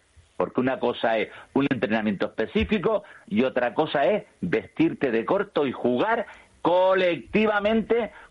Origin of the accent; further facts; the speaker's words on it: Canary Islands, Spain; Hay plazas, que yo soy canario y me voy a echar piedras sobre mi primo tejado